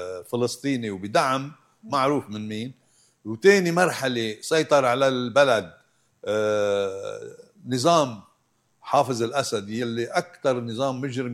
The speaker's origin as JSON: {"language": "Arabic", "country": "Lebanon"}